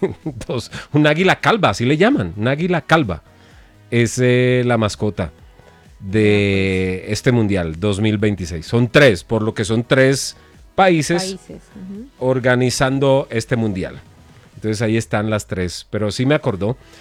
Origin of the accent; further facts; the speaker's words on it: France; Ese es mi equipo favorito, porque yo soy francés.